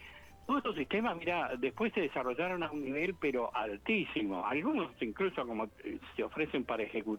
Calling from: Bahía Blanca, Buenos Aires Province, Argentina; de Bahía Blanca.

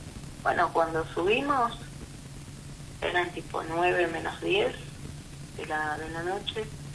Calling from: Chascomús, Buenos Aires Province, Argentina; yo vivo en Chascomús

